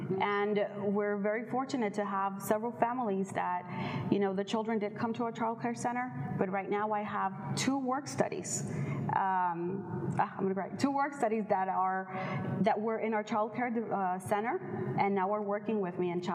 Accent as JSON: {"language": "English", "town": "Brownsville", "region": "Texas", "country": "United States", "tie": "born there", "also_born_or_lived": "Matamoros, Mexico", "said": "I'm from Brownsville. I grew up in Brownsville. I grew up in Matamoros."}